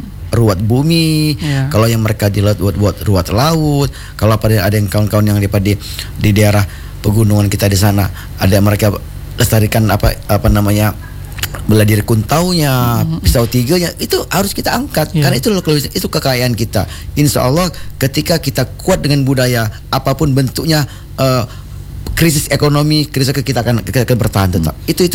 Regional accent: Lampung, Indonesia; also born or lived in Tanggamus; kita orang Lampung

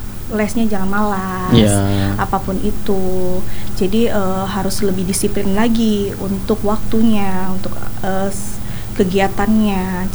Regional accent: Palembang, South Sumatra, Indonesia; di daerah saya, Kota Palembang

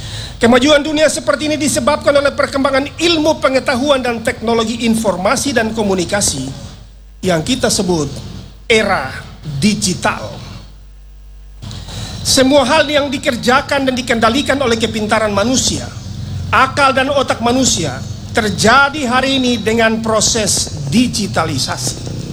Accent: Jayapura, Papua, Indonesia; Yo, saya dari Jayapura, jadi saya bilang itu.

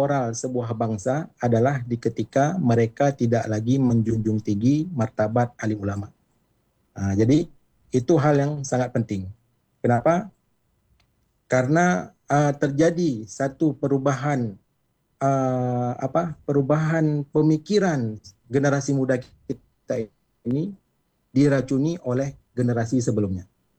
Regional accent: Aceh, Indonesia; kita orang Aceh

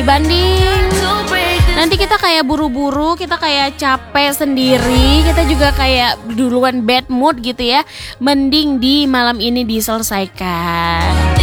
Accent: Aceh, Indonesia; aku berasal dari Kabupaten Biren ya.

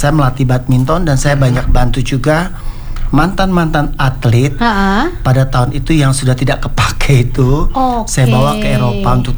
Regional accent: Manado, North Sulawesi, Indonesia; Saya Manado aslinya.

